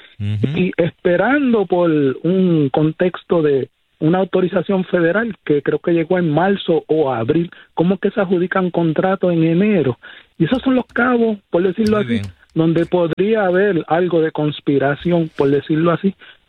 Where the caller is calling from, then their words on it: Aguadilla, Puerto Rico; Sí, buenas tardes … de Aguadilla, saludos.